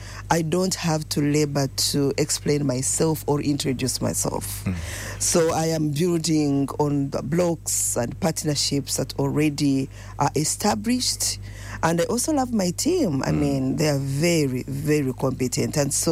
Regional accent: Uganda; born there; moved away; also born or lived in Eswatini; So imagine where I'm born from Uganda, but along the way, because I've been out of Uganda for a while.

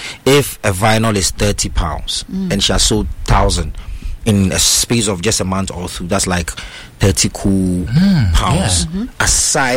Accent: Ghana; I'm Ghanaian

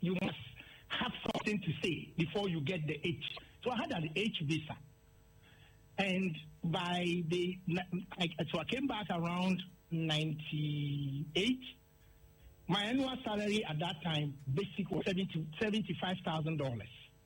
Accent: Ghana; moved away as an adult

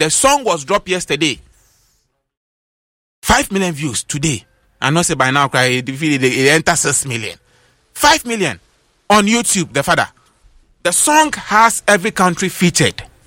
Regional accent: Ghana; I'm a Ghanaian too.

